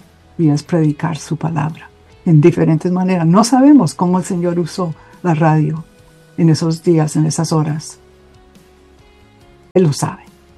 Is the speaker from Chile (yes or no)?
no; Colombia; con nosotros como hijos tuyos y también como colombianos.